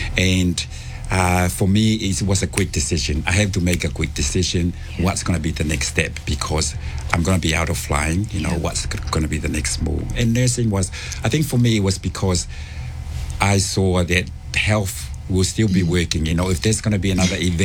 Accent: Ha'apai, Tonga; moved away as an adult; now in New Zealand; So I grew up in Hapai, kalo. I went to Pangahihi for primary school back in 1979.

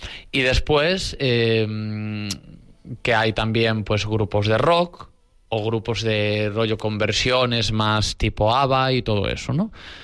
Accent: Galicia, Spain; Tanto en Vilanova como en Villagarcía. Entonces, para mí, realmente, cuando me dicen, ¿de dónde eres? Yo soy de la Ría de Arousa.

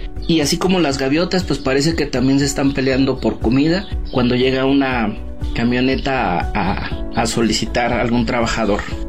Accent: Mexico; nosotros como mexicanos

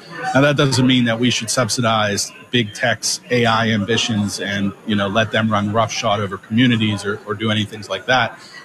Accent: Pennsylvania, United States; Yeah, I was born and raised in the Monongahela Valley, which was actually the center of the steel industry in the country and in the world for a long time.

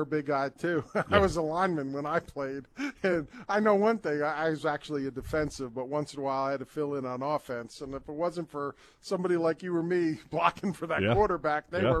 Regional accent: Bronx, New York, United States; born there; I grew up I was born actually in the Bronx

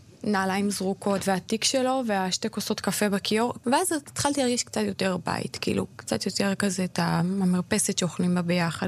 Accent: Dimona, Southern District, Israel; כי אני כאילו דימונאית, אז אני לייס.

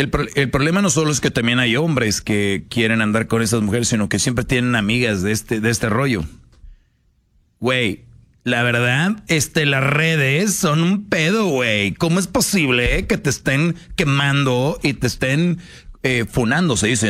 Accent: Monterrey, Nuevo León, Mexico; yo de niño en Monterrey sí jugábamos con eso

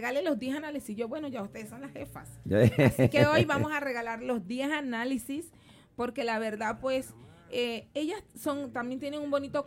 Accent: Panama

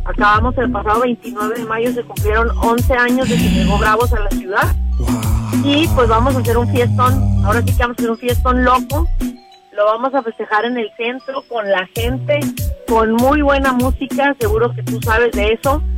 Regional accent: Mexico; nosotros como mexicanos

